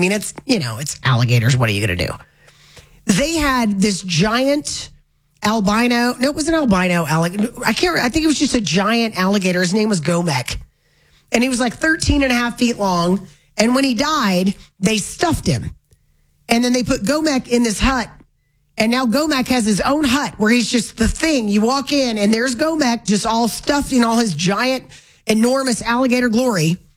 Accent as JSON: {"language": "English", "region": "the South", "country": "United States", "said": "But I'm from the South."}